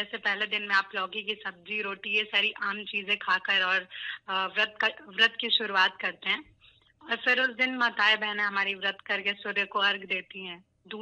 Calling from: Uttar Pradesh, India; मैं जैसे उत्तर प्रदेश से बिलोंग करती हूँ

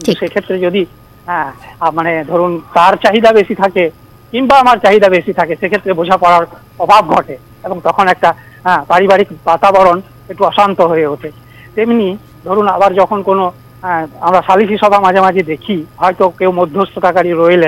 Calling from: Birbhum district, West Bengal, India; আমি পশ্চিমবঙ্গের বীরভূম জেলার দুবগাঞ্জপুর থেকে … কথা বলছি।

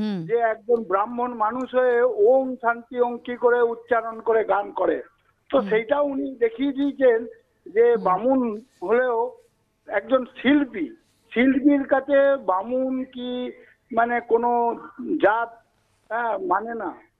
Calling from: Budbud, West Bengal, India; আমি পূর্ব বর্ধমান জেলার বুধবুদ থেকে

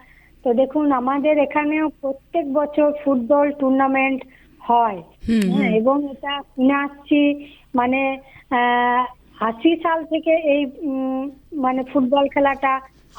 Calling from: Bolpur, West Bengal, India; হ্যাঁ, আমি বোলপুর বীরভূম থেকে

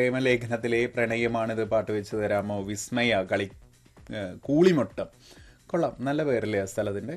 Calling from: Gothuruth, Kerala, India; ഗോത്തുരത്ത് നിന്നാണ്.

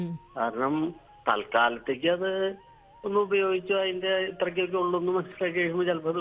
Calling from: Chalakudy, Kerala, India

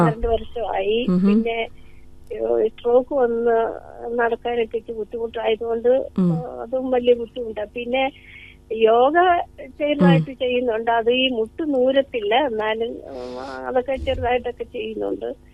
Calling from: Sooranad, Kerala, India; Kollam Sooranad വയ്യാങ്കരയിൽ.

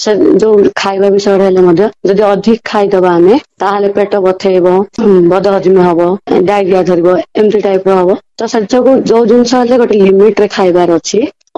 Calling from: Jeypore, Odisha, India; ଜୟନଗରରୁ, Jaipur.

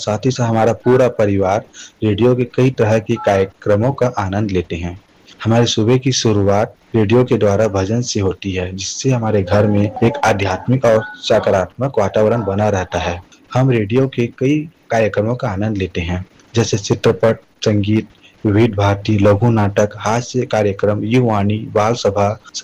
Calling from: Raigarh, Chhattisgarh, India; हम रायगढ़ छत्तीसगढ़ के निवासी हैं।

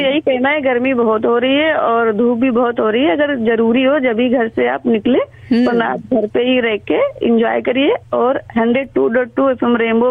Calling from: Uttar Pradesh, India; मेरे यहाँ से, मेरे गांव से कानपुर की ज्यादा दूरी नहीं है, 55 किलोमीटर की दूरी है।

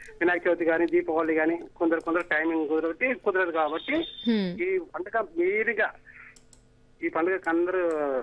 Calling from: Hyderabad, Telangana, India; నేను హైదరాబాద్ నుంచి మాట్లాడుతున్నా

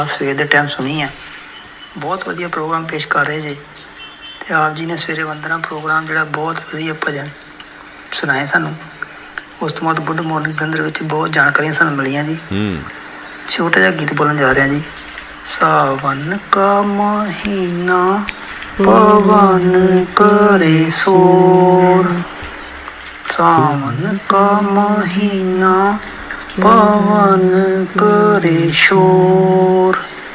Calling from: Amritsar, Punjab, India

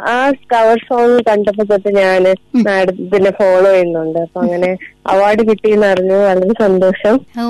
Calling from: Thiruvananthapuram, Kerala, India; ഞാൻ തിരുവനന്തപുരത്ത് നിന്നാണ്. കുമാരപുരം

